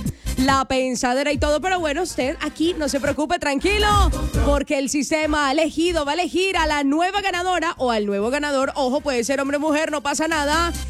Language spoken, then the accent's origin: Spanish; Colombia; uno como mujer, uno como colombiano